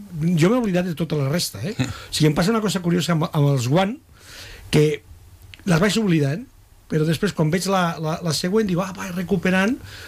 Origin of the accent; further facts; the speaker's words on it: Sitges, Catalonia, Spain; jo soc fill de Sitges.